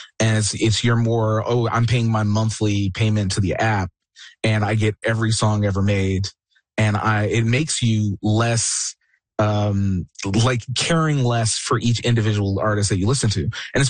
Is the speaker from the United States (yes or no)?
no; Edmonton, Alberta, Canada; I remember when I was growing up in Edmonton, I used to hang out at Listen Records all the time.